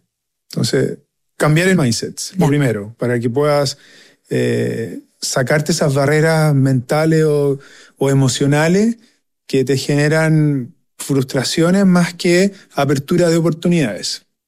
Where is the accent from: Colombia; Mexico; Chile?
Chile